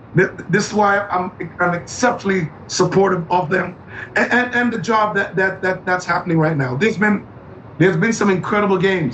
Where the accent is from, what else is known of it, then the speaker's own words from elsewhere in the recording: Canada; Yes, I live in Canada, I'm Canadian.